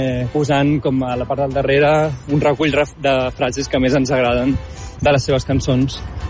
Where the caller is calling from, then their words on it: Sabadell, Catalonia, Spain; de Sabadell